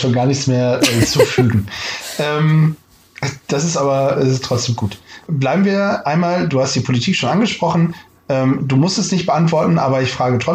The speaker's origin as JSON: {"language": "German", "region": "Northern Germany", "country": "Germany"}